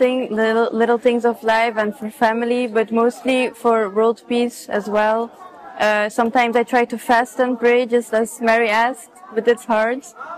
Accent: Belgium; Hi, I come from Belgium, and I'm here for the third time to pray the rosary

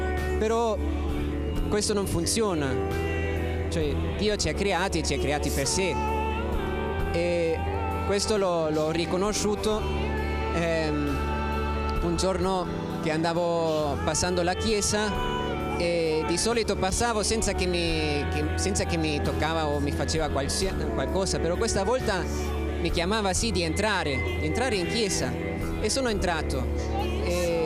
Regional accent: Germany; moved away as an adult; also born or lived in Ireland; Io sono della Germania, però pure battezzato da piccolo, sempre andato a messa fino a un certo punto

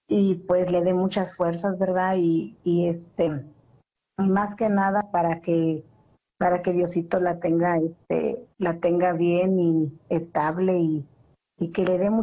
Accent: Sébaco, Matagalpa, Nicaragua; Sí, soy de Sébaco, departamento de Matagalpa.

